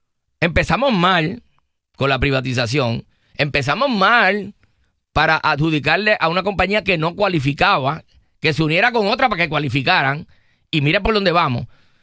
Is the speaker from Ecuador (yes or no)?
no; Puerto Rico; He pasado, como muchos puertorriqueños, ¿verdad? Momentos sin energía eléctrica.